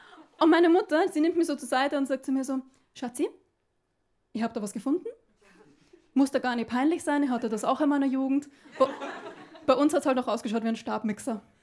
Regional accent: Austria; moved away as an adult; now in Berlin, Germany; Ich sage das bei mir am Anfang immer dazu, weil ich weiß, man hört es nicht so raus. Ich komme aus Österreich. Habe mich gut integriert. Ja. Na, ich wohne jetzt aber seit 2,5 Jahren in Berlin

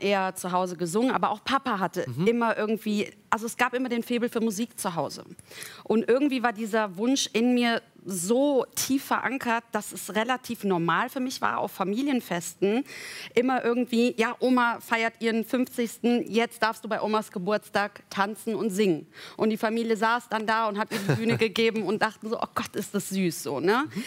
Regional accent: North Rhine-Westphalia, Germany; Ich bin Mädchen aus dem Dorf. Ich komme aus der Nähe von Aachen.

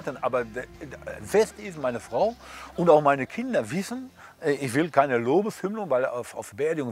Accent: Bochum, North Rhine-Westphalia, Germany; Aber ich weiß, ich komme aus Bochum und ich möchte, dass die Musik gespielt wird von ihm.

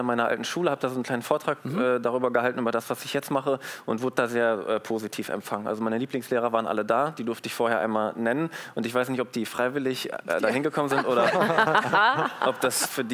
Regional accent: Rhineland-Palatinate, Germany; born there; also born or lived in Hermeskeil; Ich bin zwar auf dem Dorf aufgewachsen

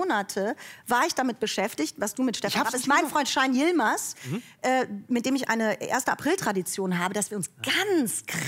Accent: Cologne, North Rhine-Westphalia, Germany

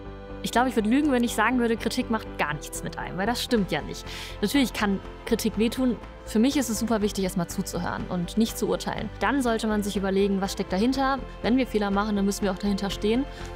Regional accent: Essen, North Rhine-Westphalia, Germany; ich komme aus Essen, bin ein Kind aus dem Ruhrgebiet

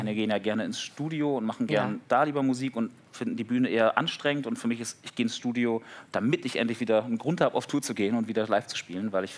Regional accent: Schleswig-Holstein, Germany; habe ich nur so den Norden, also Ostholstein, Schleswig-Holstein ist meine Heimat. Da wohne ich auch wieder.

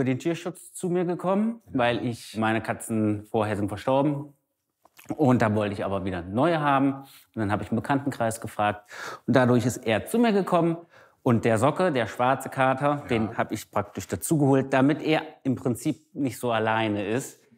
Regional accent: Kassel, Hesse, Germany; ich bin 30 Jahre alt, ich komme aus Kassel, bin gelernter Landschaftsgärtner

